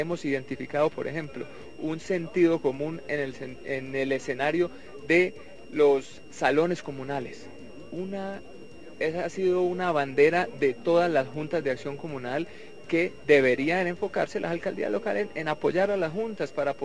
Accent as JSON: {"language": "Spanish", "town": "Tumaco", "region": "Nariño", "country": "Colombia", "moved": "yes", "lives_now": "Bogotá, Colombia", "said": "incluso para nosotros los provincianos, yo que soy de Tumaco y siempre me he sentido muy muy acogido en esta mi ciudad"}